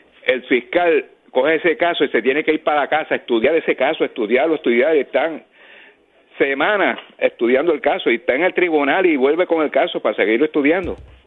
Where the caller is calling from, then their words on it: Ponce, Puerto Rico; de Ponce.